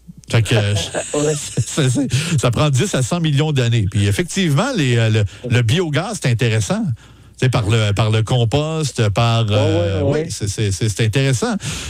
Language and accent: French; Quebec, Canada; On l'a chez nous au Québec.